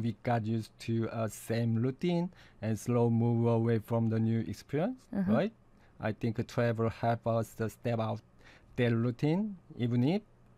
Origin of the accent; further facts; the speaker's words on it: Jeju, South Korea; English is a second language; That experience made me is thinking about my own home. I was born and raised on Jeju Island.